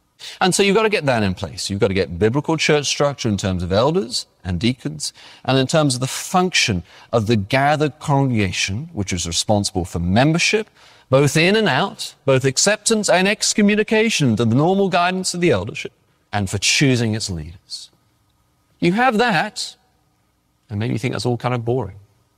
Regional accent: England, United Kingdom; Now, in case you haven't noticed, I am English. And I only mention it because I've had a few people tell me recently how much they like my accent.

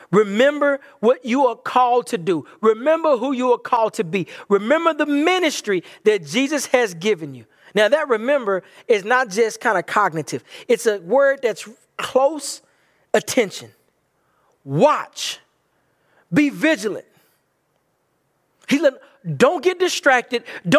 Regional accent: Bible Belt, United States; I do come from a background from where I'm from, and growing up in the Bible Belt

